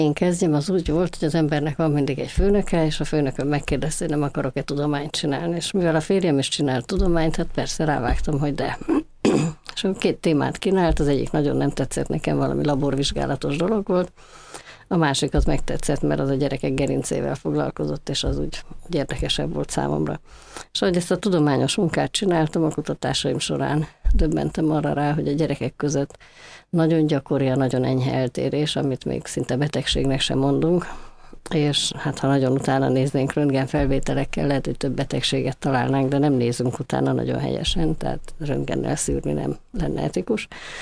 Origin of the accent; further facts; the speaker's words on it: Budapest, Hungary; A Gellért-hegyen laktunk kiskoromban, úgyhogy ott kezdtem a Köböl utcai általános iskolában. Aztán Pestre költöztünk, és a Szemere utcai általános iskolába folytattam.